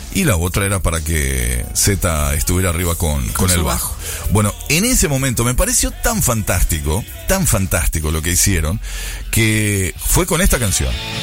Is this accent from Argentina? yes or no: no; Uruguay